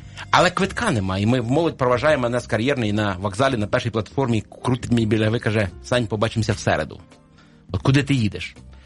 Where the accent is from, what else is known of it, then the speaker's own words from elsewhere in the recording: Kyiv, Ukraine; от ми із Києва